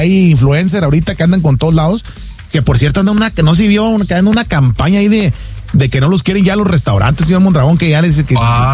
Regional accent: Mexico; nosotros los mexicanos

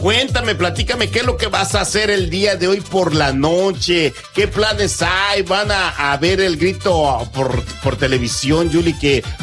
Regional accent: Mexico; Todos los que somos de México, todos los que tenemos descendencia de México

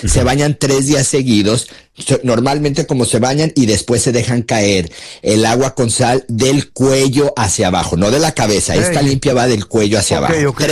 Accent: Guadalajara, Jalisco, Mexico; Pues, mira, mi feo, pues soy tapatío, soy chiva de corazón. Yo ya soy de Guadalajara, Jalisco

